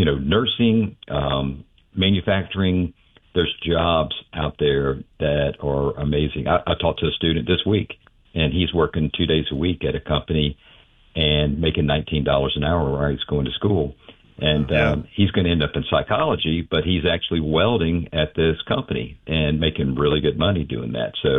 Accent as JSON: {"language": "English", "region": "Alabama", "country": "United States", "tie": "born or raised there", "also_born_or_lived": "Atlanta / Louisiana", "moved": "as an adult", "said": "I grew up in Alabama, so I was born and raised in Alabama. After college, I went up to Atlanta and was there for a while and then recruited by Governor Jindal down in Louisiana"}